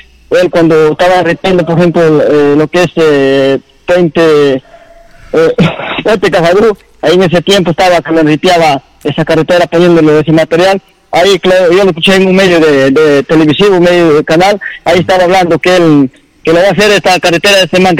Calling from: Naranjo Santo, Amazonas, Peru; Le llamo ya acá del Centro Poblado de Naranjo Santo.

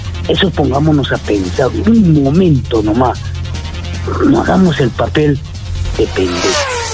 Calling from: Peru

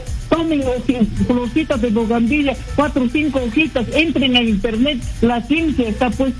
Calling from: Apurímac, Peru; Le llamo desde Apurímac.

